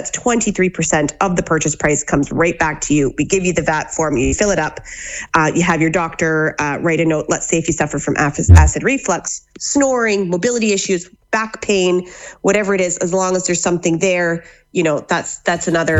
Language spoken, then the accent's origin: English; Canada; now in Ballina, Ireland; So I'm from Canada. I'm married to a Ballina man. We live here in Ballina in County Mayo.